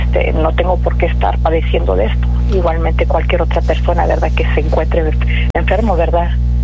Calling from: Edinburg, Texas, United States; De Edinburgh.

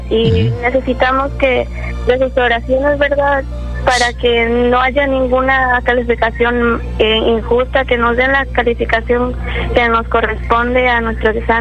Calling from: Matamoros, Tamaulipas, Mexico; Hablo de Matamoros.

